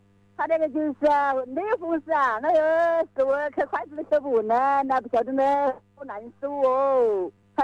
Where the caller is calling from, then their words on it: Jingzhou, Hubei, China; 我是荆州的，